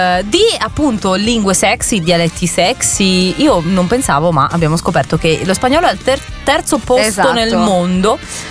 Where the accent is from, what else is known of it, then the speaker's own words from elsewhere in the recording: Milan, Lombardy, Italy; Io sono milanese, tra l'altro, in tutto questo.